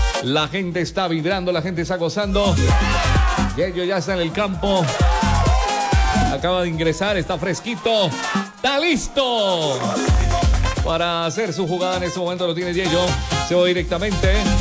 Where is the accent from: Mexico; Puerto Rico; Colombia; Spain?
Colombia; Que se sienta que somos colombianos de esta tierra.